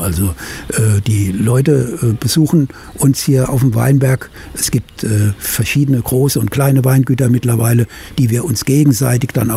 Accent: Bacharach, Rhineland-Palatinate, Germany; born there; Ich habe das anfangs erwähnt, gebürtig in Bacharach am Rhein, Mittelrhein, typisches Rieslinggebiet.

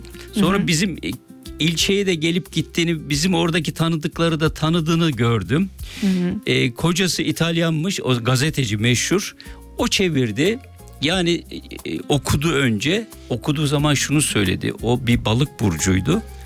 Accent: Aegean Region, Turkey; İşte Ege'ye götürdüm çünkü ben de Ege'liyim.

